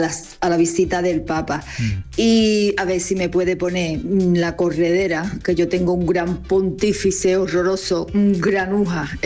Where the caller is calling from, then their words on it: Arroyo de la Miel, Andalusia, Spain; de Arroyo de la Mía.